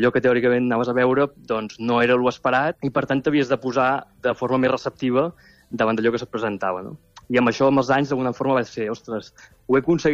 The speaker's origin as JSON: {"language": "Catalan", "town": "Mataró", "region": "Catalonia", "country": "Spain", "tie": "born or raised there", "said": "I jo, que sóc de Mataró i hem amat pirotècnia des de ben petit, i l'olor pólvora em transporta en un lloc molt maternal i molt nostàlgic i molt bonic"}